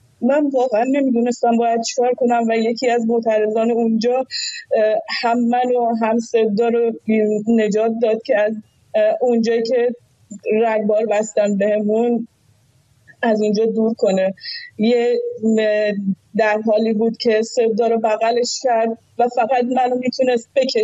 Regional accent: Iran

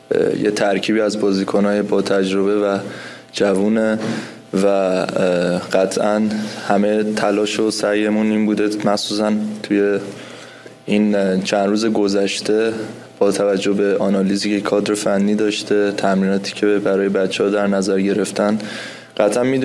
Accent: Iran; ما هم ایرانیم

